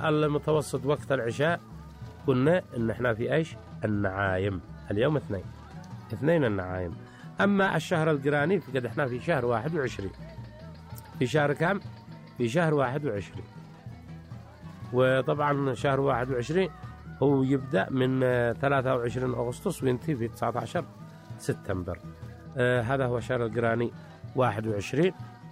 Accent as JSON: {"language": "Arabic", "country": "Yemen"}